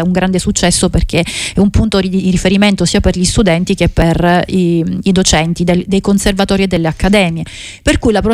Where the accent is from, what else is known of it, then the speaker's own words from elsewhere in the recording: Calabria, Italy; now in Belgium; avevo proprio desiderio di ritornare a suonare e di ritornare nella mia terra, perché siamo stati tutti lontani dalle nostre famiglie e dai nostri luoghi, e quindi valorizzare il luogo e valorizzare la Calabria.